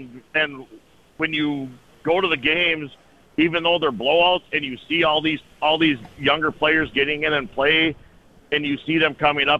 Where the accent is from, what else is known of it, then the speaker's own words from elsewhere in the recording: Wahpeton, North Dakota, United States; also born or lived in Minneapolis-St. Paul area; now in Enderlin, United States; Well, I grew up in Wahpeton, went to high school there, and then I got married. We moved to Minneapolis, St. Paul area for, 5, 6, 7 years. Had 2 kids, moved back, and lived out. I live out